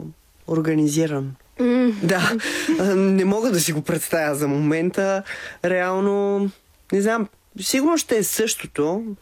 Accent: Kyustendil, Kyustendil Province, Bulgaria; also born or lived in Paris, France; Аз съм роден реално в Париж. Да, мама и тата там са се запознали и двамата са българи. И аз там съм роден. Живял съм много малко, една година. И след това сме се върнали отново в България. Иначе съм израснал в Кюстендил.

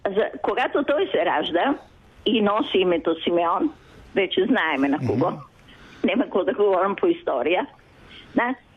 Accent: Ohrid, North Macedonia; now in Rome, Italy; от стария град, нека повторя, откъдето съм аз, откъдето е родът ни.

